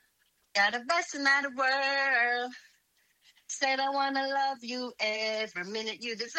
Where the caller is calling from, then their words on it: Pennsylvania, United States; I'm calling from Pennsylvania.